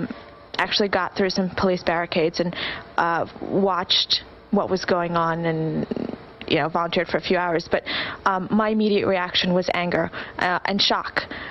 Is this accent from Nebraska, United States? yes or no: no; New York, United States; I was angry just as any New Yorker.